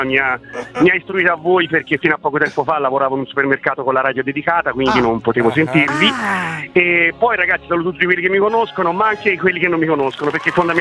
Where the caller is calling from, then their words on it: Tuscany, Italy; Sono del Montagnata. Del Montagnata, di Castiglia del Piano.